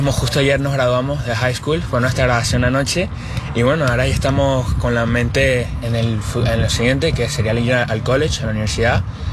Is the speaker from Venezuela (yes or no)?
yes; Venezuela; moved away; yo llegué acá desde Venezuela y CF10 me abrió las puertas para conocer a mucha gente, no solamente de Venezuela, pero de muchas culturas